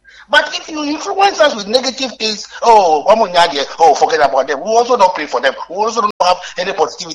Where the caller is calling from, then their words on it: Nungwa, Greater Accra, Ghana; from Nungwa.